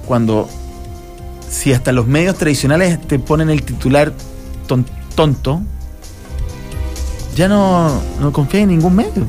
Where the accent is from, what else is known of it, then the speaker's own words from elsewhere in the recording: Chile; somos mezquinos los chilenos